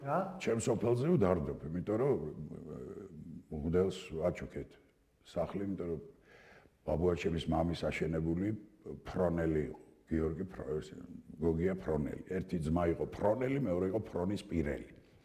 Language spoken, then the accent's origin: Georgian; Tbilisi, Georgia; დავიბადე პლეხანოვზე, გავიზარდე, გადავედი საბურთალოზე, გავიზარდე რუსთაველზე, სოლოლაკში და მთაწმინდაზე.